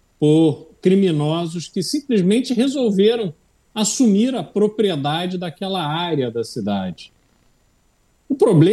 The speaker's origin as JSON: {"language": "Portuguese", "country": "Brazil", "said": "nós, como brasileiros"}